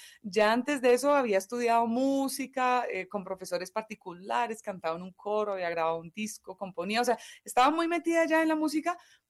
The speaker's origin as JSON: {"language": "Spanish", "country": "Colombia", "tie": "born or raised there", "also_born_or_lived": "Ireland", "lives_now": "Bogotá, Colombia", "said": "si bien nací en Irlanda y pues vengo de padres europeos, mamá inglesa y papá irlandés, yo llegué a Colombia cuando tenía apenas 2 años de edad. Entonces, claro, Realmente toda mi vida, todo mi entorno siempre ha sido colombiano"}